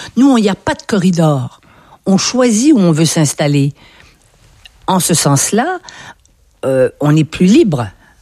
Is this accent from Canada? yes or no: yes; Quebec, Canada; now in France